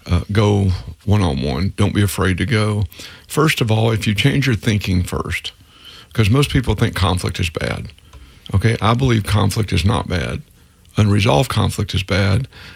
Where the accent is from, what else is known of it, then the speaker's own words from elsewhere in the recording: Texas, United States; I'm a Texan